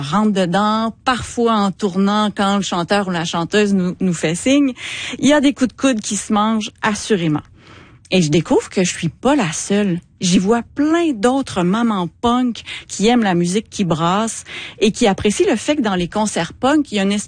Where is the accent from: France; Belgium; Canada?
Canada; Quebec City, Quebec; accent: Québec; mon accent de Québec